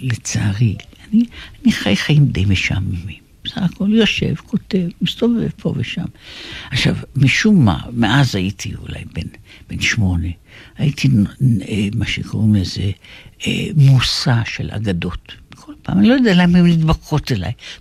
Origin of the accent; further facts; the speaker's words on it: Jerusalem, Jerusalem District, Israel; עמוס עוז ואלף בית יהושע, הם לא רק בני גילי פחות או יותר, אלא אנחנו גם גדלנו באותה שכונה ממש, ממש באותה פינה בירושלים, בקרם אברהם.